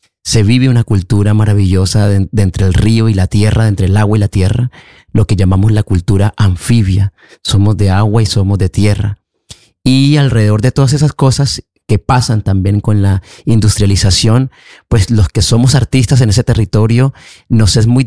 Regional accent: Barrancabermeja, Santander, Colombia; born there; pues mi familia es muy campesina, justamente de la ribera del río Magdalena. Yo nací en Barranca Bermeja, Santander, de toda una familia caribe.

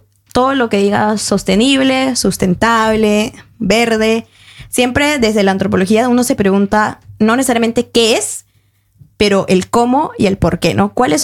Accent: Peru; now in Norway; yo, una migrante peruana, teniendo un micrófono en la sociedad noruega

